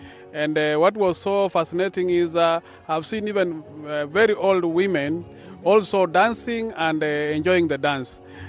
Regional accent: Kenya; I come from Kenya.

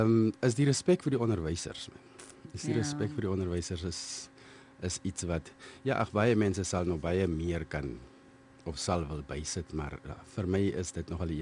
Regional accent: Windhoek, Khomas, Namibia; also born or lived in South Africa; Ek was gebore in Suid-Afrika. Maar my ouers het die tyd Suid-Wes-Afrika toe kom trek, toe ek nog baie jonk was. Ek het skool hier begin. Ek was op Kamams Primair.

